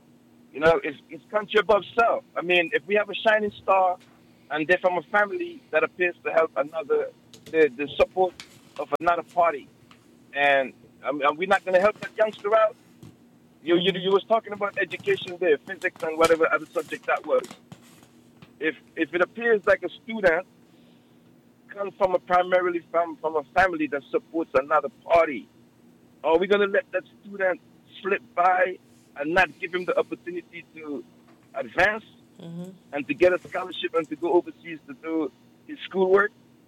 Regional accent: St. Kitts & Nevis

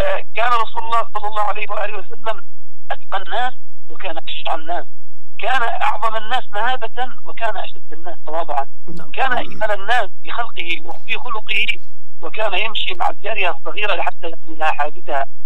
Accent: Yemen; نحن كشعب يمني

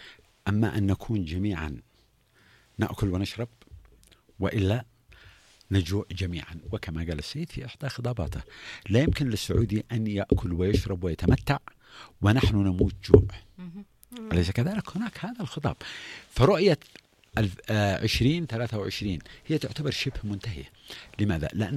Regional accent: Yemen; now in Sanaa, Yemen

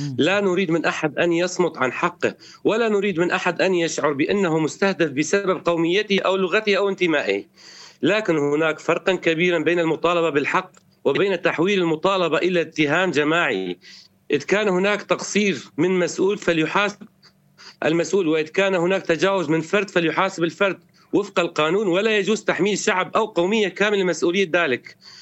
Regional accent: Syria; نحن جزء من سوريا

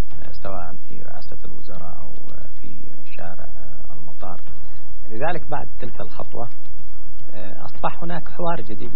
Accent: Yemen; السلطة عندنا في اليمن

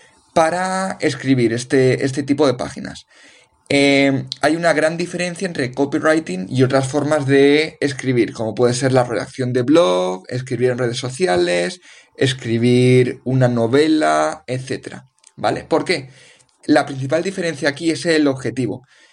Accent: Valencia, Valencian Community, Spain; moved away as an adult; also born or lived in North Macedonia / South Korea / Azerbaijan; now in Cape Town, South Africa; soy de Valencia, aunque durante los últimos años he estado viviendo en varios países. He pasado por Macedonia, he pasado por Corea del Sur, he pasado por Azerbaiyán. Y ahora mismo este programa lo estoy grabando en Ciudad del Cabo, en Sudáfrica.

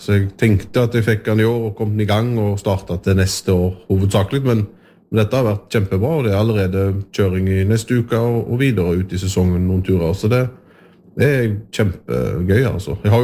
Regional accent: Western Norway, Norway; så det jo fjorden ligger meg og som nært og som vestlending og ute på Haugalandet med å bruke den

